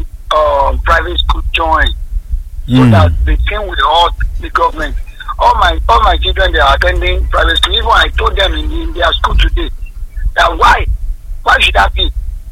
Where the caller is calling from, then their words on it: Akwata, Nigeria; I'm calling from Akwata.